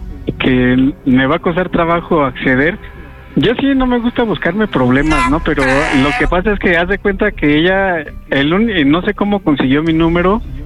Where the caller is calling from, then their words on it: Naucalpan, State of Mexico, Mexico; hablo de Naucalpan, Estado de México.